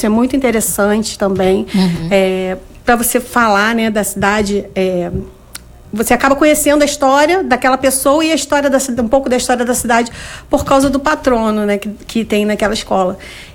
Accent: Niterói, Rio de Janeiro, Brazil; Eu era moradora de Niterói na época, né? Eu nasci em Niterói.

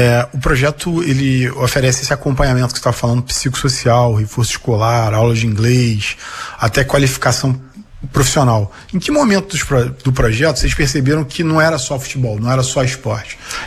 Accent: Niterói, Rio de Janeiro, Brazil; É, eu sou de Niterói também

